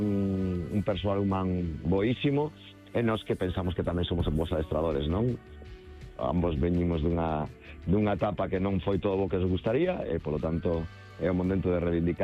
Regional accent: Galicia, Spain; eu que son moi galego, non? Son moi da miña terra

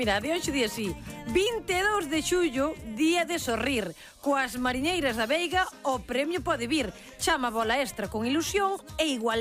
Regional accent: Ribeira, Galicia, Spain; porque por exemplo, mire, eu veño de Ribeira, Festas da Dorna

